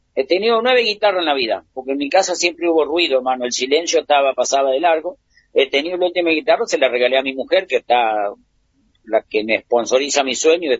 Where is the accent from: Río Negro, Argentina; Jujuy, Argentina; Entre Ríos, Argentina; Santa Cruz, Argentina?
Entre Ríos, Argentina; Y yo nací en Entre Ríos, un pueblito chiquitito, rancherío, paja y barro